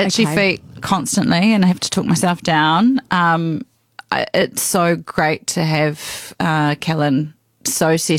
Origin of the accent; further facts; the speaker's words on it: Otaki, Wellington, New Zealand; also born or lived in Perth, Australia; I was born in Wellington, but have had a number of... So then we moved to Australia, living in Perth till I was 7, moved back to New Zealand to Otaki, and that's where I met Mishi.